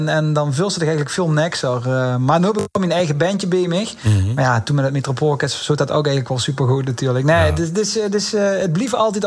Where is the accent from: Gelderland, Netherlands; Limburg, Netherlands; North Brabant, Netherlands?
Limburg, Netherlands; Venlo; ik kom uit Blierik, hè.